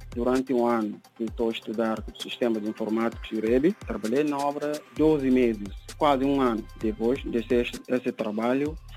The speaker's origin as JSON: {"language": "Portuguese", "town": "Bissau", "country": "Guinea-Bissau", "tie": "born or raised there", "moved": "as an adult", "lives_now": "Portugal", "said": "Nasci em Guiné."}